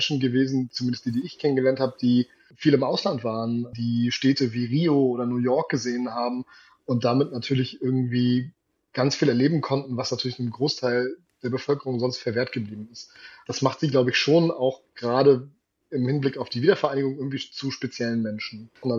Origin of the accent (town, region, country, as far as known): Rostock, Mecklenburg-Vorpommern, Germany; born there